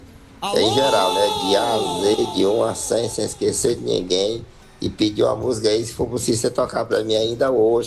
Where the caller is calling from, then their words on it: Santa Cruz dos Milagres, Piauí, Brazil; Mas eu moro no Piauí. Eu sou do Santa Cruz do Milagre, no Piauí.